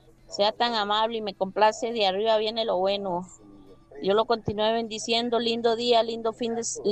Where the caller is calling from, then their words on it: Alajuela, Costa Rica; de Alajuela reportando.